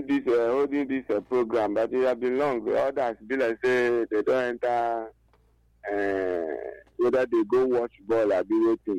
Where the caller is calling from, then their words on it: Abakaliki, Ebonyi, Nigeria; I'm calling from Abakaliki, Ebonyi State.